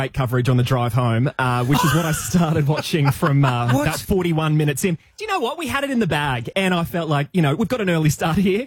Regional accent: Queensland, Australia; mate, I'm a Queenslander.

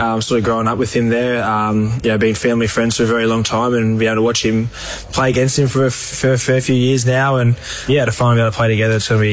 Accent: Queensland, Australia; being a Queenslander

